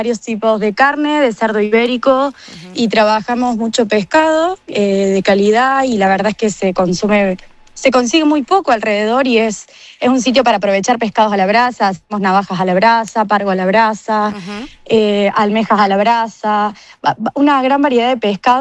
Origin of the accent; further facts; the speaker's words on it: Argentina; now in Spain; Sí, yo soy de Argentina.